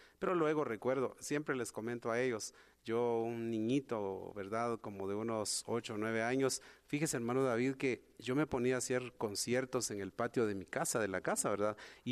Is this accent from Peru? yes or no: no; Totonicapán, Guatemala; born there; now in Santa Rosa, Guatemala; yo soy originario de Totonicapán. Mis padres, ¿verdad? Sí. Pero ya Dios, en su misericordia, pues me permite vivir en Santa Rosa. Sí. Tengo más o menos unos 35 años de vivir ahí.